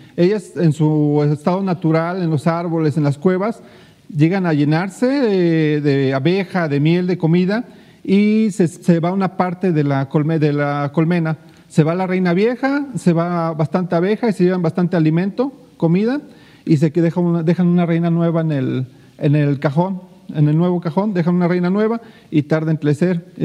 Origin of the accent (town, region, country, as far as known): Xico, Veracruz, Mexico; born or raised there; now in Dos Ríos, Mexico